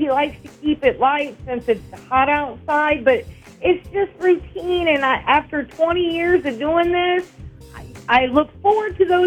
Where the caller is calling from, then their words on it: Fort Wayne, Indiana, United States; I'm calling from Fort Wayne.